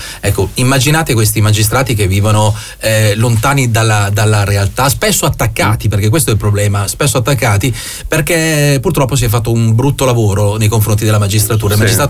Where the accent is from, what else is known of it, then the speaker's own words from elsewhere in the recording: Bergamo, Lombardy, Italy; io gioco in casa, visto e considerato che sono bergamasco, ma papà e mamma sono siciliani, quindi ho sempre respirato questa doppia aria, diciamo